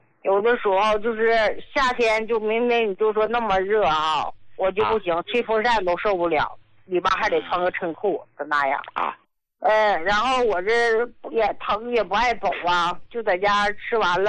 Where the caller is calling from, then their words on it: Heilongjiang, China; 我是黑龙江的。